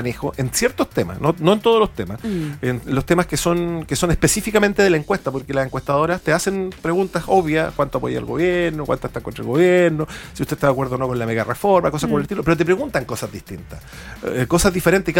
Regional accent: Coquimbo, Chile; De la región de Coquimbo.

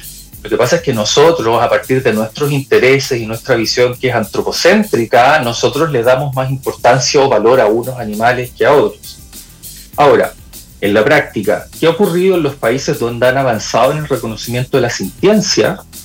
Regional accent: Chile; nosotros como chilenos

